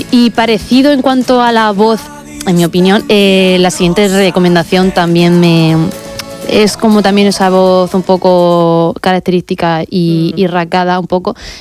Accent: Cieza, Region of Murcia, Spain; ahora que se acercan las fiestas de mi pueblo … es la canción, por así decirlo, de Cieza.

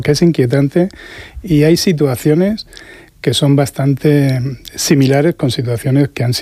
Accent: Murcia, Region of Murcia, Spain; Yo soy de aquí de Murcia y, bueno, pues vivo cerquita.

